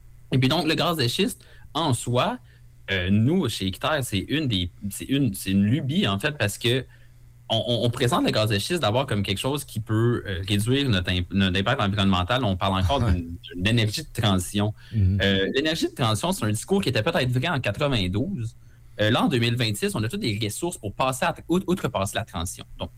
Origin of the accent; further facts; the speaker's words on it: Quebec, Canada; moi, je viens du centre du Québec, donc j'étais comme enfant lorsqu'il y a eu le premier débat sur le gaz de schiste